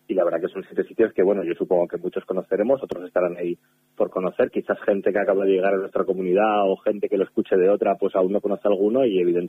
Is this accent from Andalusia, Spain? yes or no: no; Santander, Cantabria, Spain; now in Madrid, Spain; Yo soy cántabro, soy de Santander, y entonces también me quedo a veces alucinando de los rincones que hay en Cantabria, ¿no?